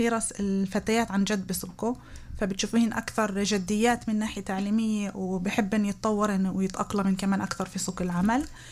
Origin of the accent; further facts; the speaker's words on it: Southern District, Israel; تقدمت طبعا للقب اول ادارة ولقب ثاني كمان ادارة في جامعة بن غوريون عندنا في النقب